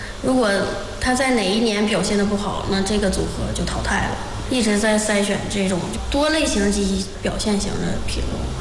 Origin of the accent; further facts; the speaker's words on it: northern China, China; 再就是他们这个饭比较是辣，作为一个北方人就得去慢慢的去适应。